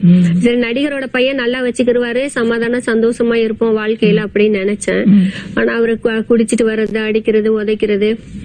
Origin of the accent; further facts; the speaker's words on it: Madurai, Tamil Nadu, India; moved away; நான் என் சொந்த ஊர் மதுரை